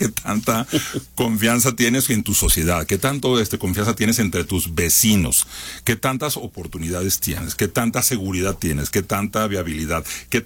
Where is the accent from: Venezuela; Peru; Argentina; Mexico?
Mexico; esta fuerza de resistencia que los mexicanos hemos desarrollado a través de los años